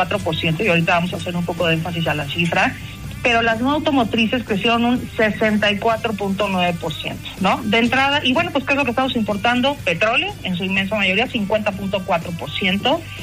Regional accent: Mexico

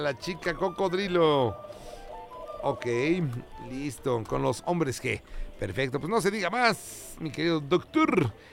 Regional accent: Nativitas, Tlaxcala, Mexico; en mi pueblo, allá en Nativitas

